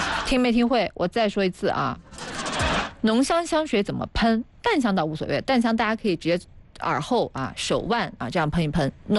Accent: northern China, China; now in Hefei, China; 因为我是北方人嘛，北方人他就是我就是后来慢慢发现，哎，好像合肥的牛肉面馆很多

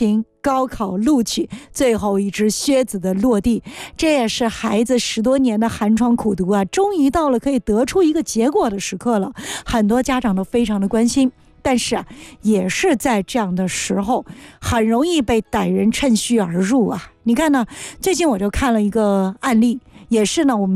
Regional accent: Guangdong, China; 我们广东人

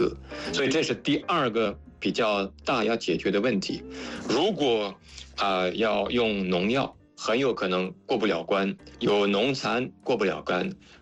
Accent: France; Chinese is a second language; 就等于我作为一个法国人，我也并不能说法国人对茶有什么要求什么需求我完全都了解

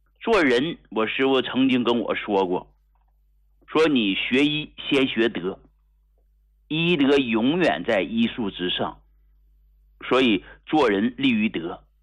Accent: Hegang, Heilongjiang, China; 就我到今天我依然没有忘记我是从哪儿来的。你看我现在我的身份证依然是黑龙江鹤岗工农区的，

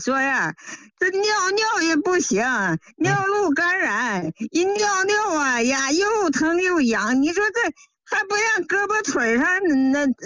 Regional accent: Shenyang, Liaoning, China; 嗯，我今年76岁了。

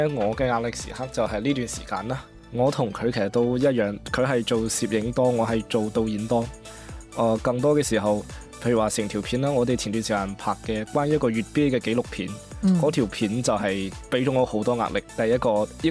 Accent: Guangzhou, Guangdong, China; 大家好，

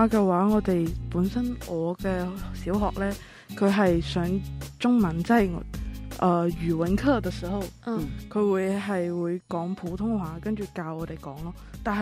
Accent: Hong Kong; 我因为作为香港人啦，然后跟我接触嘅内地人都会比较多

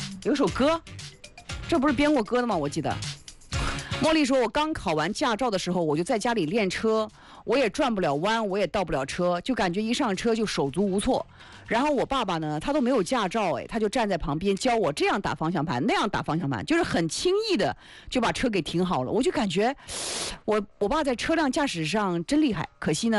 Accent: Feixi, Anhui, China; accent: Feixi dialect; 我们这方言好大

